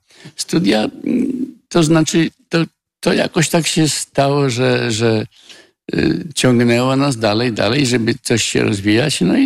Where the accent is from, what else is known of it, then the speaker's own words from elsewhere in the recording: Podlaskie Voivodeship, Poland; Ja wychowywałem się pod Grajewem, ale ze strony ojca i z matki strony to są tereny bagienne, czyli te wszystkie w stronę Rajgrodu.